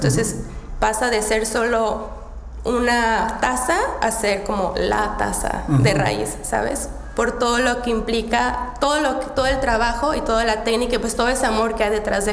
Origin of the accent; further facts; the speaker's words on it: Mexico; también en especial cuando saben que soy mexicana